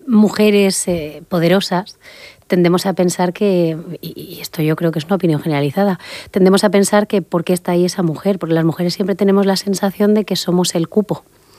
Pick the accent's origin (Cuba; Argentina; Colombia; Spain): Spain; Region of Murcia; Me siento muy orgullosa como murciana